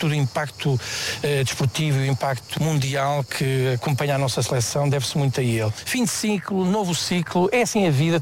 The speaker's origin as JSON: {"language": "Portuguese", "country": "Portugal", "said": "Custa-me, como português, não reconhecer as qualidades que eles têm e o legado que ele nos deixou."}